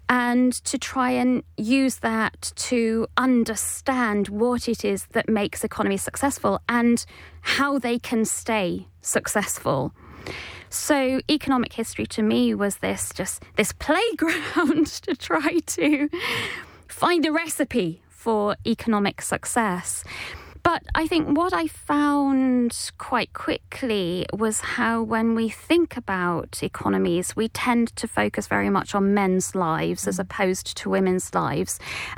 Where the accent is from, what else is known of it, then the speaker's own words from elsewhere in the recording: Oldham, North West England, United Kingdom; I grew up in Oldham, probably a century too late, because Oldham was really at its peak in 1890. It was part of the whole Manchester hub